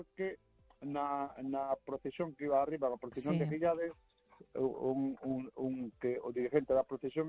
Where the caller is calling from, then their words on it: As Neves, Galicia, Spain; Somos todos, casi de las Neves.